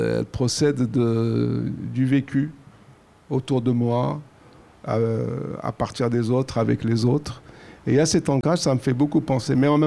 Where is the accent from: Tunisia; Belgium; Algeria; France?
Algeria; moved away; je suis algérien de nationalité, mais je me suis toujours considéré, même quand je vivais en Algérie, comme un citoyen du monde.